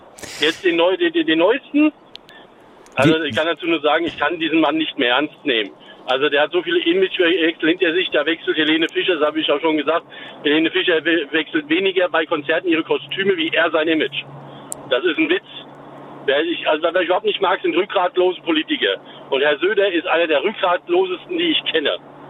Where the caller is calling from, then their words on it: Hesse, Germany; Und das sage ich als Hesse